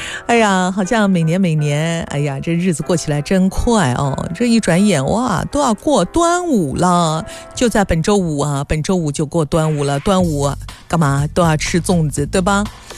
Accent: Nanjing, Jiangsu, China

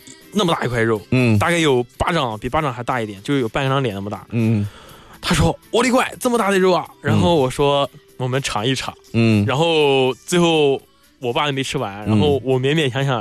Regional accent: Nanjing, Jiangsu, China; born there; 我们小的时候还有轮渡呢，就坐那个浦口码头的那个轮渡船。

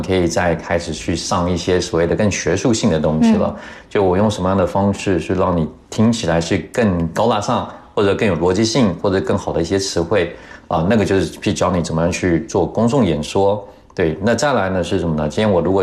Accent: China; 因为对于我们中国人来讲，我们其实中文也有语法，对吧？

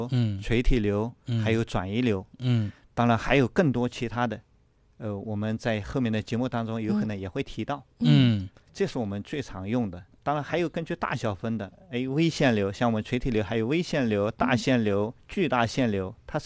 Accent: China; 我们中国人口的老龄化

